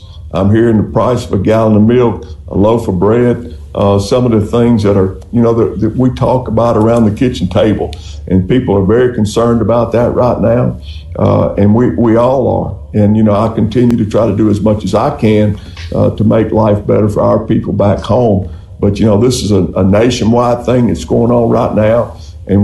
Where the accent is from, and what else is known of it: Mississippi, United States; born or raised there